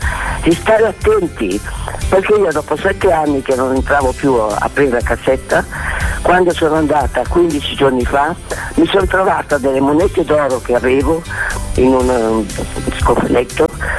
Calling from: Milan, Lombardy, Italy; sono di Milano.

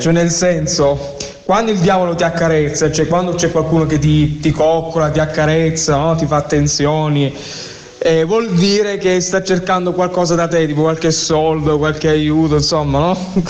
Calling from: Apulia, Italy; vengo dalla provincia di Lecce

